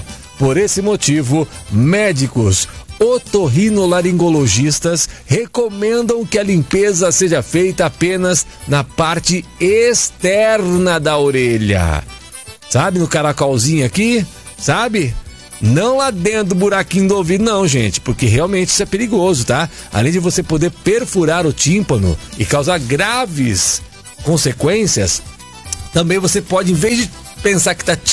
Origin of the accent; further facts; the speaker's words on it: Araras, São Paulo, Brazil; Araras, a minha terra natal, né? Cidade interior aqui de São Paulo